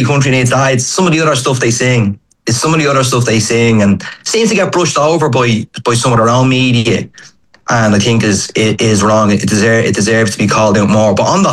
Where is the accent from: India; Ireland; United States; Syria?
Ireland; obviously, as an Irishman or whatever, just aren't enjoyable